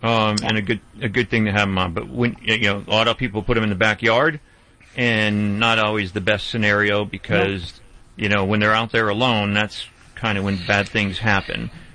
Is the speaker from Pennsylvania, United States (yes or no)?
yes; Pennsylvania, United States; Like when I grew up in Pennsylvania, way back when I grew up into a hunting family, and basically we had beagles.